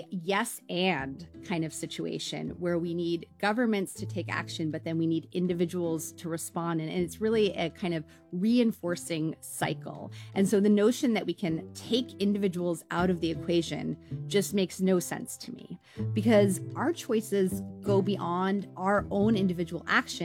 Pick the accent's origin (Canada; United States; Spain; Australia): Canada; And, you know, as a Canadian, I am legally obligated to encourage people to seek out Quebec maple syrup